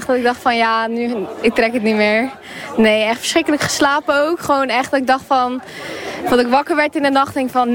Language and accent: Dutch; Sas van Gent, Zeeland, Netherlands; ik ben 17 jaar en ik kom uit Zas van Gent.